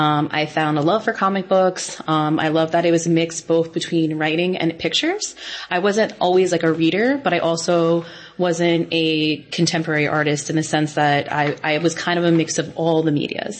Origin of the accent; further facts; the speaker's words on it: Northport, New York, United States; I grew up in Northport, which is a very like arts heavy community.